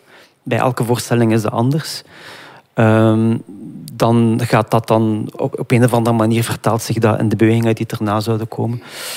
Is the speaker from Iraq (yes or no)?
yes; Iraq; Ik als Irakees zijnde, hij als Amerikaan, de Arabische wereld of het Midden-Oosten zien transformeren naar wat het vandaag is.